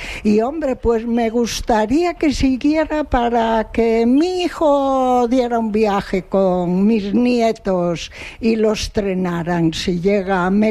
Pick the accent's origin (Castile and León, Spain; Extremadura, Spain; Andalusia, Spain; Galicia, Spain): Castile and León, Spain; Anllares; also born or lived in Páramo del Sil; soy de Anllares.